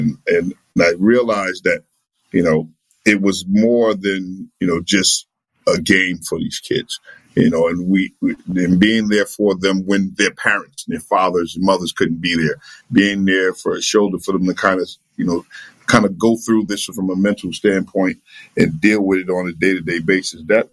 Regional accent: New York City, New York, United States; growing up in the South Bronx

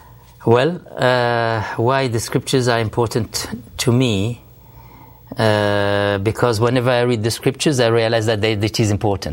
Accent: France; now in United States; So I come from France

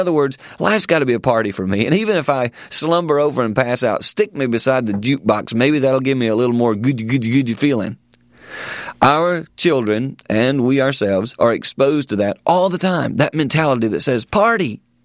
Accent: South Carolina, United States; since I'm from South Carolina, every once in a while I'll stop and listen to a country song

